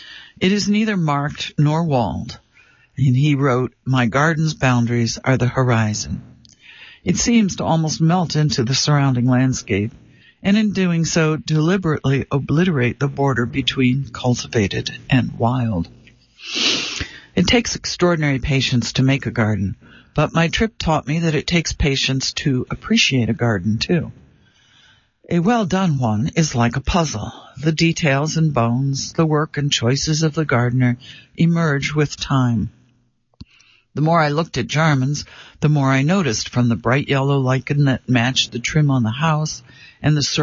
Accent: Chicago, Illinois, United States; While I grew up in Chicago, Lake Michigan was never a huge part of my life.

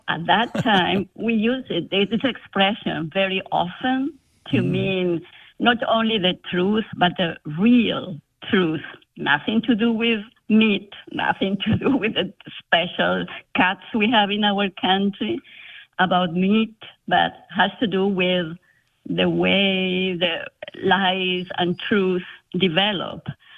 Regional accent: Argentina; Yeah, because my husband and I, my kids as well, we are from Argentina.

